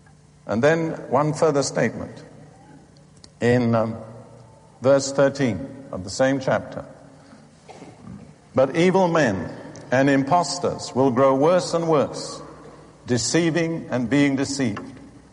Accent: United Kingdom; moved away; I'm still British by background.

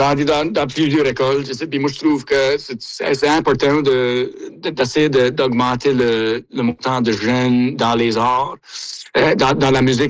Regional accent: Baie-Sainte-Marie, Nova Scotia, Canada; notre accent à la Baie-Sainte-Marie, dans le sud-ouest de la Nouvelle-Écosse, c'est un peu potent comparé à le restant de la francophonie

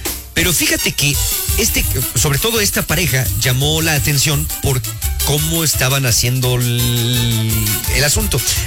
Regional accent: Mexico

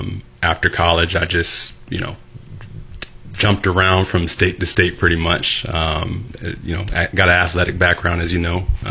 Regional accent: Virginia Beach, Virginia, United States; So, grew up in Virginia Beach, Virginia.

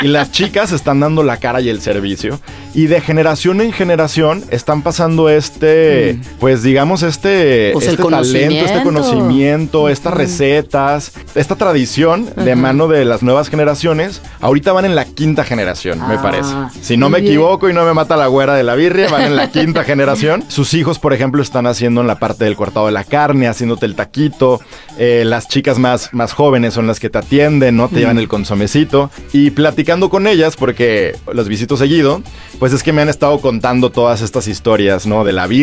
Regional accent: Mexico; El burrito de la tortillita para mí es algo muy nostálgico de la niñez mexicana y que hoy como adultos mexicanos siempre vamos a vivir con ese recuerdo.

